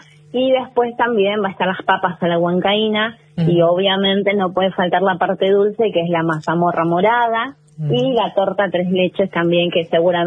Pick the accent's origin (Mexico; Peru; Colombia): Peru; Trujillo, La Libertad; Yo soy de la ciudad de Trujillo, al norte de Lima.